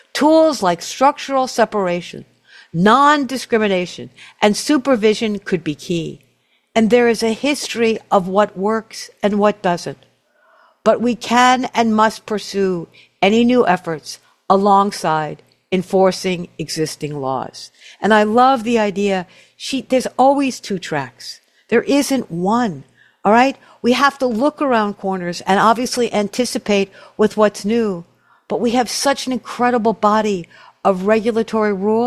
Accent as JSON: {"language": "English", "town": "Brooklyn", "region": "New York", "country": "United States", "tie": "born there", "said": "I was born in Bay Ridge. And and where I was born in Bay Ridge, and I'm an old lady, so where I was born in Bay Ridge, there were more Norwegians than in Oslo, Norway."}